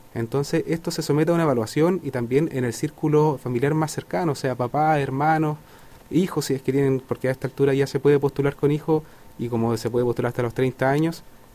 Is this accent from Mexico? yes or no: no; Yungay, Ñuble, Chile; yo soy de acá de Yungay.